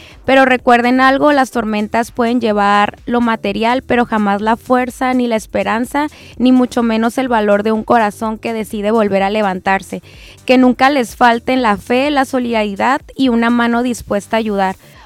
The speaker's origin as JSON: {"language": "Spanish", "region": "Baja California Sur", "country": "Mexico", "tie": "born or raised there", "moved": "yes", "said": "Hay un pueblo pesquero muy cerca en Baja California Sur de donde yo soy que se llama La Poza Grande. Ese pueblo lo tuvieron que reubicar porque estábamos en un hoyo y tengo muchísima familia de ese pueblo."}